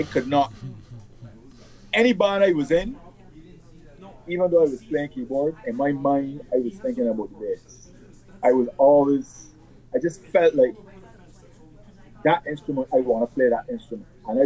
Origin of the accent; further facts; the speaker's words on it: England, United Kingdom; born there; I was born in England, actually.